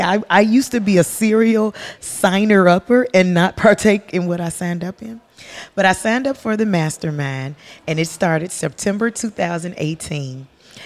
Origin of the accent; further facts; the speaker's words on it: Chicago, Illinois, United States; Now, listen, I'm from Chicago, and which they had nothing to do with it, but I'm from Chicago